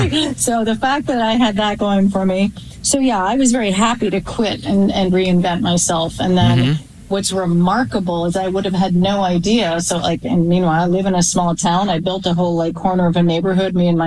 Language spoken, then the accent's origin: English; Canada; I was raised fully in Canada, indoctrinated to doubt everything in the U.S.